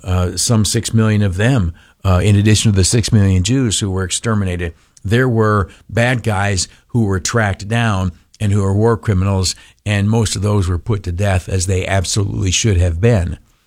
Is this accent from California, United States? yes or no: no; New York, United States; I'm from the Southern Tier. We do everything we can to stay away from New York City, all right?